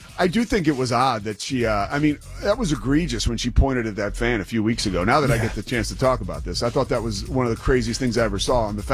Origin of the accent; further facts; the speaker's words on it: Philadelphia, Pennsylvania, United States; I'm from Philadelphia, and you guys know that.